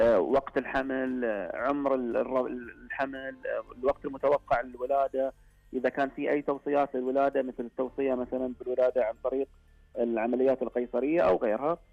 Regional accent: Saudi Arabia; وهيئة الصحة العامة عندنا في السعودية وقاية

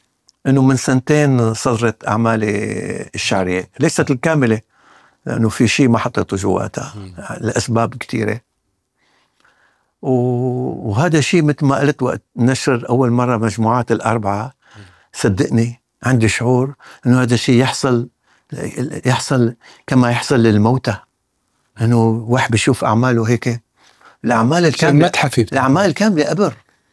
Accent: Syria; أنا كسوري صعب علي أقبل بلد مثل السويداء

